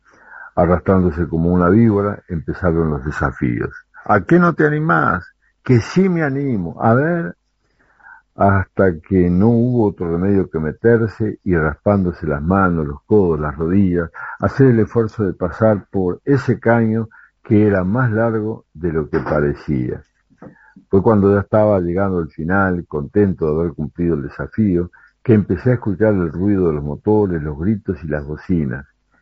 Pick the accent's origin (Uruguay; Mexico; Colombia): Uruguay; La Paz, Colonia; El haber vivido muchas etapas de mi niñez y adolescencia en La Paz, colonia piamontesa, me acercan de una manera especial a lugares y personajes que aparecen en esta obra